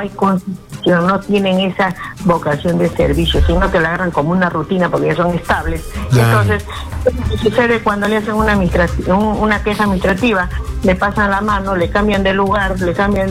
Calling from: Barranca, Lima, Peru; Estoy llamando de la ciudad de Barranca.

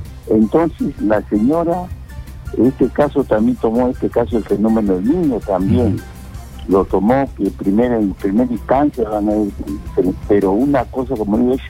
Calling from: Huacho, Lima, Peru; Acá, en la ciudad de Huacho

